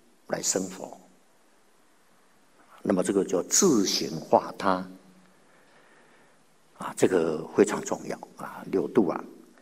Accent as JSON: {"language": "Chinese", "country": "China", "lives_now": "Australia", "said": "中秋节啊，那么大家呢也从中国啊来到澳洲啊，那我们都是外国人啊。"}